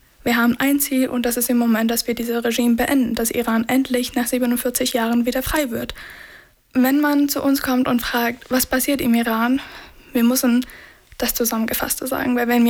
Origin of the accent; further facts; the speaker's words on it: Chemnitz, Saxony, Germany; also born or lived in Friedrichshafen; Aber trotzdem ist für mich diese Stadt einfach zu meiner Heimat geworden, weil ich hier aufgewachsen bin, weil meine Familie hier ist. Und obwohl ich nach Friedrichshafen gezogen bin, Bodensee ist wirklich wunderschön. Für mich ist Chemnitz trotzdem mein Sicherheitspunkt gewesen.